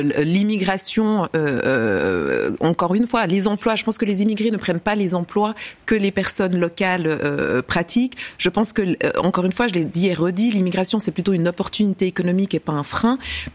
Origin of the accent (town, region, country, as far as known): Switzerland